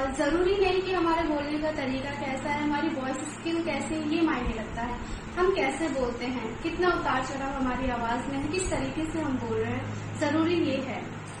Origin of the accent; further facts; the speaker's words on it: Delhi, India; नमस्कार दोस्तों … और मैं दिल्ली से हूँ।